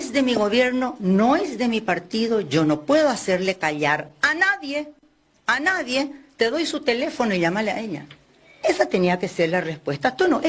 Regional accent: Paraguay; Paraguay somos la garra guaraní.

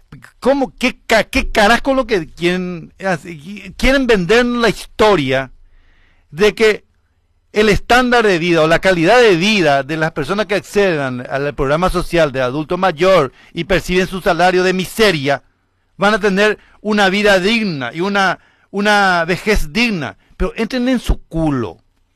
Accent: Paraguay; somos pelotudos los paraguayos.

